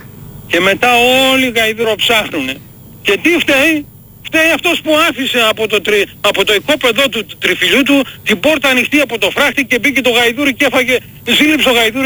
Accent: Greece; born there; moved away as an adult; 25 χρονών έφυγα από την Ελλάδα εγώ.

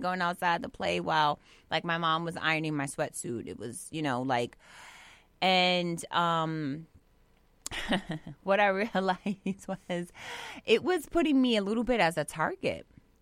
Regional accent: New York City, New York, United States; I'm a Harlem native.

